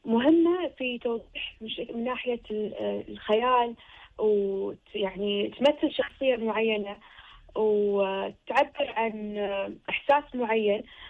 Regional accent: Kuwait; عندنا بالكويت

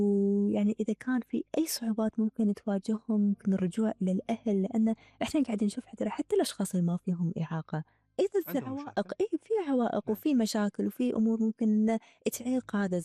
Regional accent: Kuwait

